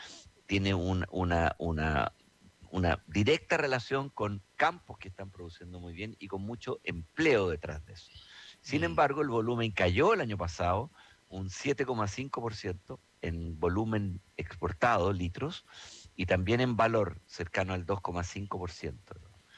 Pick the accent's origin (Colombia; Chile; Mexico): Chile; con mucho orgullo como chileno